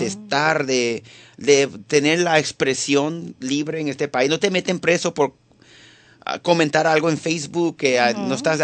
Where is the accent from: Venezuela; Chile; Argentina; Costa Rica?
Venezuela; now in United States; yo como venezolano